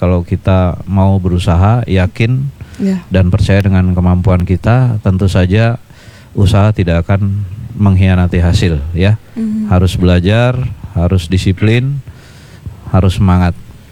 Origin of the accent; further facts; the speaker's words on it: Jayapura, Papua, Indonesia; moved away as an adult; saya pun besarnya itu di Papua. Ya, jadi saya besar itu di Jayapura. Mm-hmm. Mulai dari TK, SD, SMP, SMA.